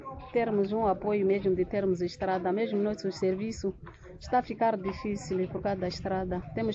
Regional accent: Pebane, Zambezia, Mozambique; sou natural de Pebani, sou empreendedora daqui do distrito.

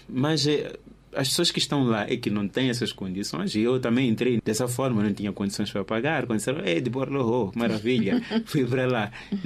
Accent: Maputo City, Mozambique; Por exemplo, eu venho de Machacane Day. Eu venho de Machacane e tenho muitos colegas que vêm de Machacane.

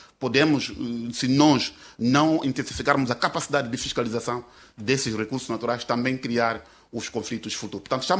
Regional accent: Mozambique; de nós todos como moçambicanos

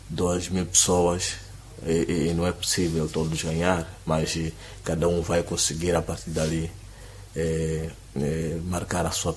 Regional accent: Tete, Mozambique; eu sou de Tete, sou filho daqui

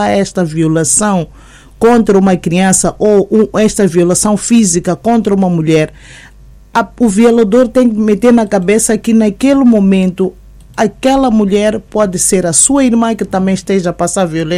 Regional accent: Chidengel, Gaza, Mozambique; born there; Por acaso, Chidengel é onde eu nasci

